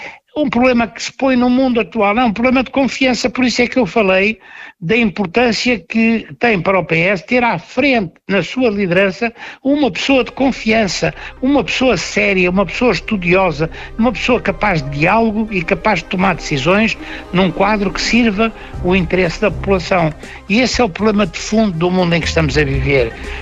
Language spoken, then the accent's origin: Portuguese; Portugal; Somos nós portugueses, somos os descendentes de Afonso de Albuquerque